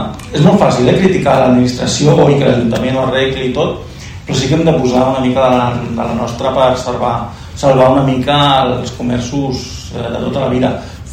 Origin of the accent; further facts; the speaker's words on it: Cornellà, Catalonia, Spain; now in Cubelles, Spain; jo soc de Cornellà també, també he hagut de fugir de Barcelona per culpa de la gentrificació, tal, clar. I ara visc a Cubelles.